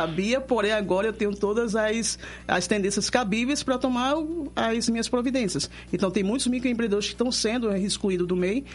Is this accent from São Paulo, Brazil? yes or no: no; Recife, Pernambuco, Brazil; moved away as an adult; now in Curitiba, Brazil; Eu sou de Recife, né, na realidade.